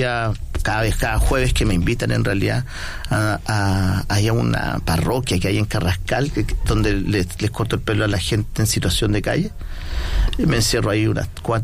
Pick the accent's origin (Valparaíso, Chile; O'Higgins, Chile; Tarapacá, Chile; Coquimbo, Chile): O'Higgins, Chile; Machalí; also born or lived in Sewell; En Súbel, campamento minero que está en la sexta región.